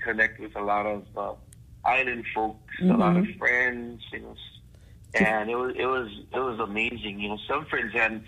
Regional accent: Maui, Hawaii, United States; born and raised in Maui, Hawaii, and I currently live in Lahaina. Both my parents are from the east side in Hana, Maui

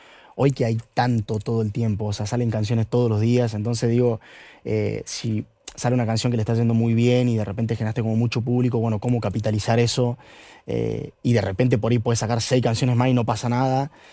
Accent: Villa Rumipal, Córdoba, Argentina; porque somos 3.000 habitantes, en Rumipal se llama mi pueblo. Y de repente llegar a Buenos Aires, que yo era la segunda vez que venía en mi vida a Buenos Aires

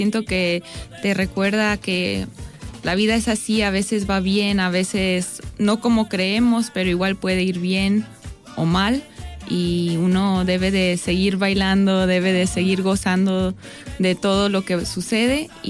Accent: Germany; pues yo nací en Alemania, mi papá es alemán, mi mamá es mexicana, de Guanajuato capital, y pues yo nací allá, crecí allá

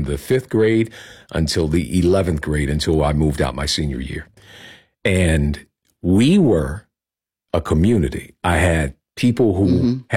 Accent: Indianapolis, Indiana, United States; I grew up in Pike Township, graduated mm-hmm. from Pike.

